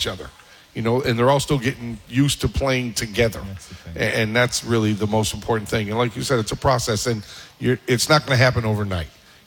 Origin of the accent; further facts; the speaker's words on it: Syracuse, New York, United States; I'm from Syracuse, went to Henniger High School.